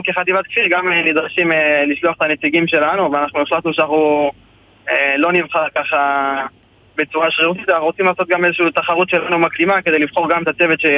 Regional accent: Jerusalem, Jerusalem District, Israel; אני מירושלים, אני בן 22

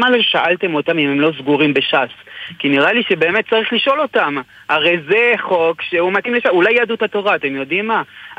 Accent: Canada; now in Israel; גדלנו בקנדה

